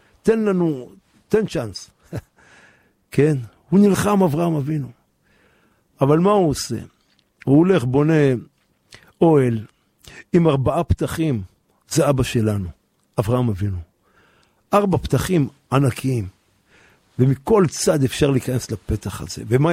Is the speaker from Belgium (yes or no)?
no; Jerusalem, Jerusalem District, Israel; אני גדלתי בשכונת בוחרים, פה בירושלים, ברוך השם, והצופפתי בצילם של צדיקים.